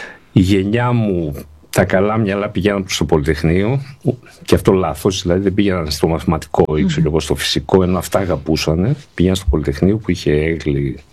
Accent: Thessaloniki, Central Macedonia, Greece; moved away as an adult; also born or lived in Rethymno; now in Athens, Greece; Είμαι Θεσσαλονικιός πρώτα απ' όλα, οπότε Βέβαια. Δεν μου λείψε ποτέ, δηλαδή, ούτε έφυγα και ποτέ.

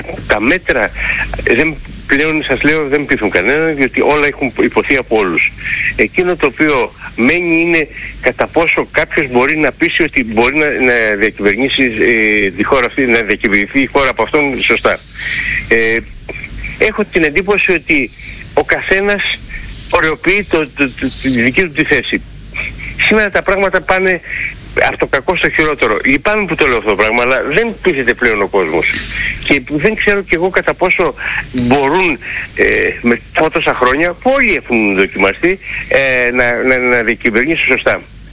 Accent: Eastern Macedonia and Thrace, Greece; Έτσι, έτσι λένε και στην πατρίδα μου επάνω στον Εύρο.

